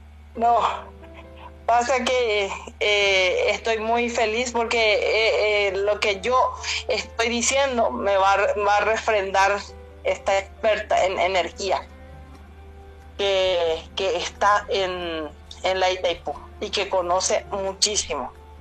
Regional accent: Carapeguá, Paraguarí, Paraguay; mi pueblo ha vivido demasiado años en duelo

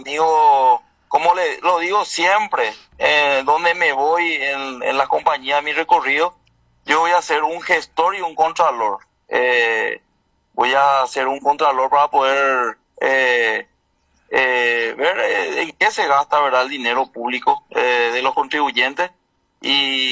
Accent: Carapeguá, Paraguarí, Paraguay; yo soy carapegüeño de cuna, nací en Carapeguá, me malcrié en Carapeguá y le quiero a mi ciudad.

